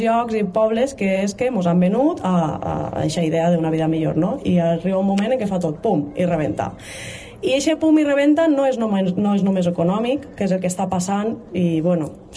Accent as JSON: {"language": "Catalan", "town": "Castalla", "region": "Valencian Community", "country": "Spain", "said": "Això és, i perquè jo som més de Castellà que la Torre Grossa"}